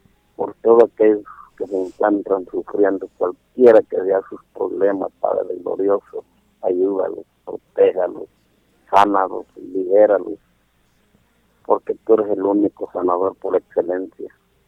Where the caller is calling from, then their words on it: Honduras; Lo llamo de Paterique.